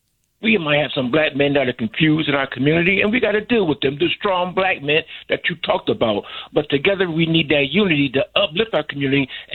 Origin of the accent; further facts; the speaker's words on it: Connecticut, United States; I'm from Connecticut, and I'm even hearing, man, that you're doing some good work, bro.